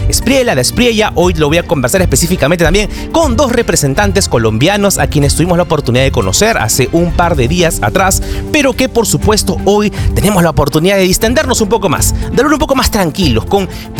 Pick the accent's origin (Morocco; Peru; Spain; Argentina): Peru; como ciudadanos, como peruanos